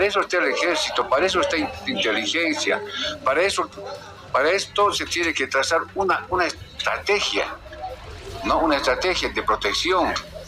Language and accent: Spanish; Cochabamba, Bolivia; Yo les digo de verdad, yo soy de Cochabamba.